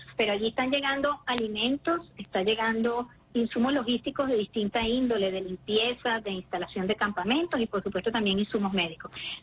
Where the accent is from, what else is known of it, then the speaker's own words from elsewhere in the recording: Venezuela; como patriotas venezolanos y venezolanas que somos